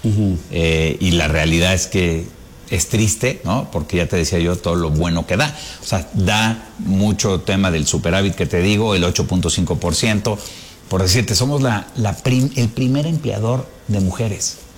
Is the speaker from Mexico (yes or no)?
yes; Mexico; tú y yo, que somos mexicanos